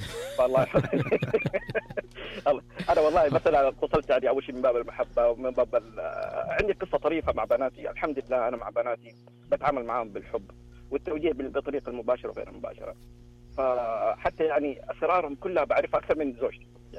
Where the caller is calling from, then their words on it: Dammam, Eastern Province, Saudi Arabia; اليوم احنا متحمسين من الدمام